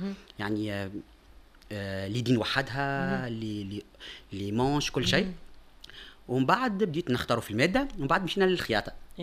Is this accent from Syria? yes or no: no; Tunisia; عندنا مواد طبيعيه ما شاء الله في تونس،